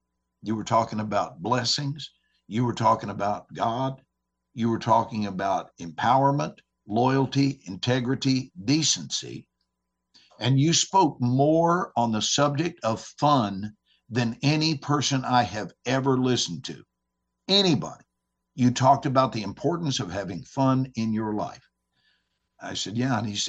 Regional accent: Texas, United States; You know, I'm from Texas, so this is the way so many people say.

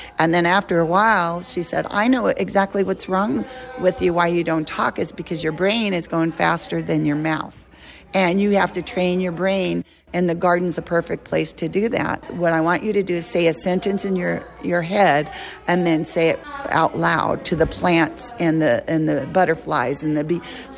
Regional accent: Barstow, California, United States; accent: New York; So that's where we landed, and that's where I grew up, in Barstow.

